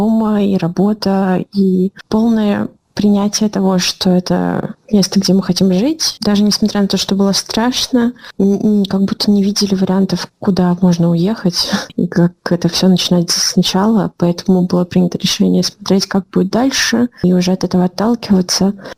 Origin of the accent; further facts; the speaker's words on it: Belarus; also born or lived in Poland; now in Ukraine; я белоруска